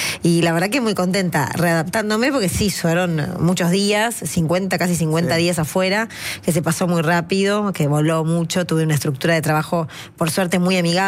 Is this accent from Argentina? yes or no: yes; Argentina; lo que hace sentir el argentino, y bueno, a algunos les molesta, tenemos una energía muy particular, sí, muy potente